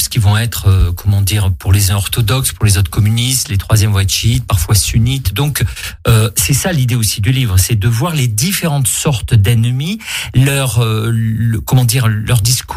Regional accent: France; je suis français aussi.

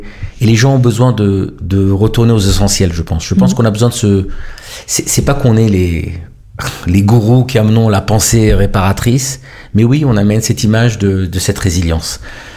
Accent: Paris, Île-de-France, France; moved away as an adult; now in Israel; moi j'ai grandi à Paris jusqu'à 18 ans.

